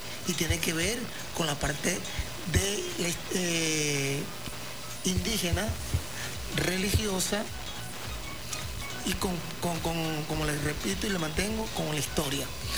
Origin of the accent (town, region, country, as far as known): Venezuela